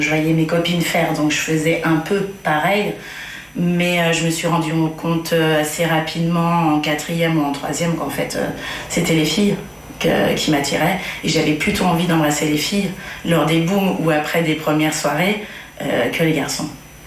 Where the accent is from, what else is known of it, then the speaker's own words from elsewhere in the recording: Nouvelle-Aquitaine, France; moved away as an adult; À 22, j'ai quitté les Deux-Sèvres et je suis allée à la ville pour vraiment assumer mon homosexualité. Je me sentais pas à l'aise de ramener une fille chez ma mère